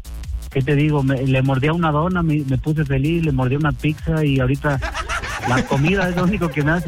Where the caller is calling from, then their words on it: Mazatlán, Sinaloa, Mexico; Venimos de Mazatlán, Sinaloa, directamente